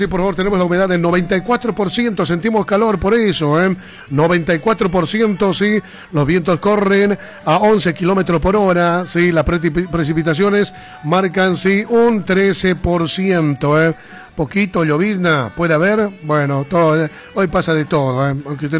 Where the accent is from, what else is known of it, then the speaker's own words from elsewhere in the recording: Bolivia; Como buenos bolivianos también, ¿no? De rendirle un homenaje también a nuestra querida patria Bolivia